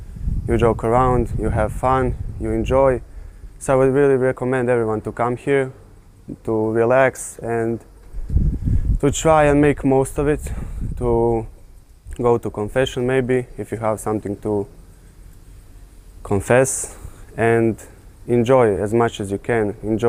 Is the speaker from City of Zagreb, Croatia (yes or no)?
no; Rijeka, Primorje-Gorski Kotar County, Croatia; I came from Rijeka, Croatia. I came here with my local church. This is my first time in Medjugorje.